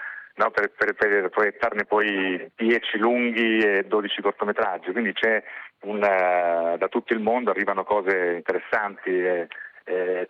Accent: Sicily, Italy; now in Milan, Italy; io sono un siciliano che vive a Milano da tantissimi anni

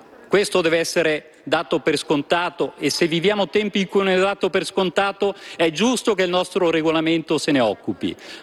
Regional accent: Morbegno, Lombardy, Italy; Vengo da Morbegno, città di Ezio Vanoni, a cui ho sempre ispirato la mia attività politica

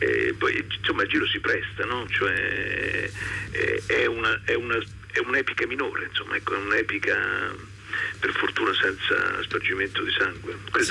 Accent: Rome, Lazio, Italy; ne rimasi anche piuttosto impressionato, non in quanto romano naturalmente, ma in quanto italiano.

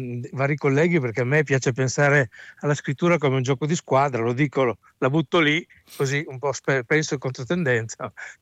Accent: Piedmont, Italy; essermi tuffato fin da bambino, essendo piemontese, nella parte ligure del Mediterraneo.

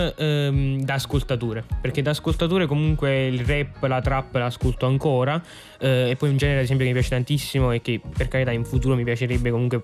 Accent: Avellino, Campania, Italy; moved away as an adult; now in Naples, Italy; Io comunque sono nato a Avellino, e Avellino è molto vicino a Napoli, quindi diciamo fin da piccolo ho sempre visto Napoli come la città, perché comunque Avellino è una città di provincia, ci conosciamo tutti rispetto a Napoli

